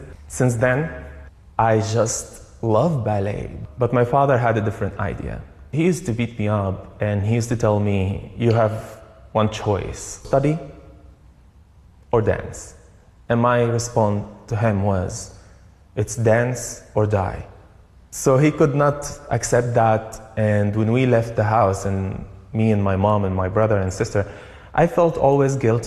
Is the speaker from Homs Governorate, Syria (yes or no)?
no; Damascus, Damascus Governorate, Syria; moved away as an adult; also born or lived in Amsterdam; now in San Diego, United States; I was born in Syria, in a refugee camp for stateless refugees in Damascus, Syria.